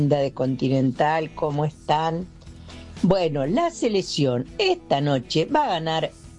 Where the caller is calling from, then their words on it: Junín, Argentina; de Junín.